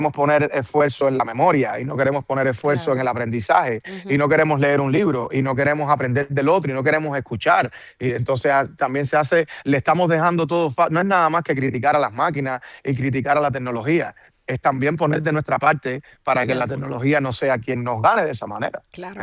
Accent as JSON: {"language": "Spanish", "country": "Cuba", "said": "lo que pasa en mi país es mucho más importante y va mucho más allá que la música cubana"}